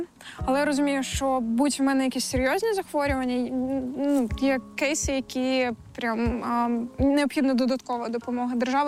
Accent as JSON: {"language": "Ukrainian", "region": "Crimea", "country": "Ukraine", "tie": "born or raised there", "said": "А Гіркіну, який винен в смерті, по-перше, в окупації мого рідного Криму, окупації Донеччини, Луганщини, збитті Боїнга"}